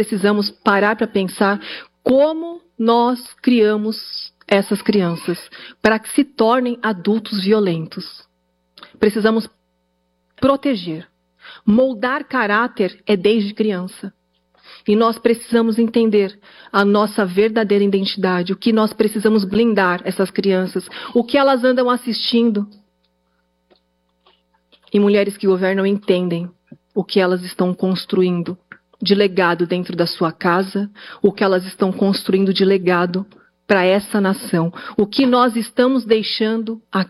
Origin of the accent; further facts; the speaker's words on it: Diadema, São Paulo, Brazil; eu cresci em Diadema, né, e eu falo a periferia de São Paulo, região sul, mas a periferia de São Paulo.